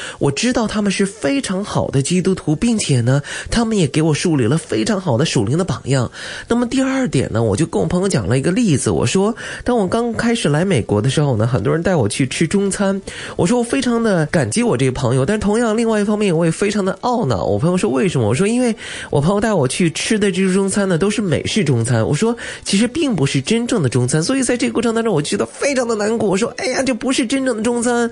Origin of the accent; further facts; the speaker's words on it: China; moved away as an adult; now in United States; 因为我知道我从中国来